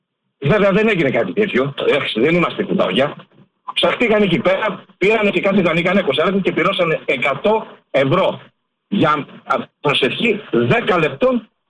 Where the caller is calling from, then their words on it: Ilion, Attica, Greece; είμαι από το Ήλιον.